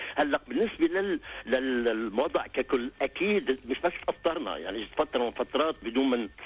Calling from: Lebanon; خليني هيك شوف حالي كلبناني.

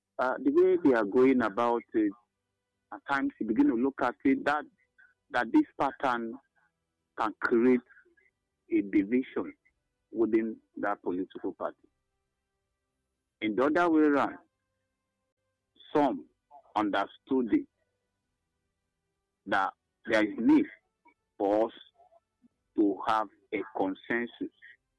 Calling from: Nigeria; I'm calling from Okpabenimbo, the Nuzowani local government.

